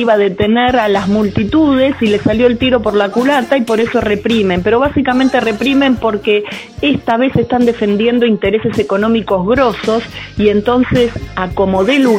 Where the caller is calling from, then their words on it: San Martín, Buenos Aires Province, Argentina; de San Martín.